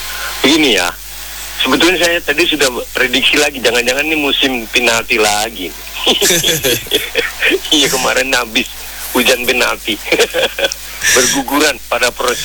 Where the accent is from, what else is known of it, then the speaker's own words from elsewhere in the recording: Samarinda, East Kalimantan, Indonesia; saya orang Samarinda nih, yeah, orang Kalimantan Timur